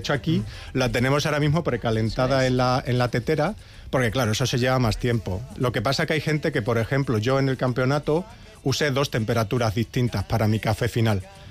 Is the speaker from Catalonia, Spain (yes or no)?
no; Extremadura, Spain; moved away as an adult; now in Basque Country, Spain; Ah, de Extremadura.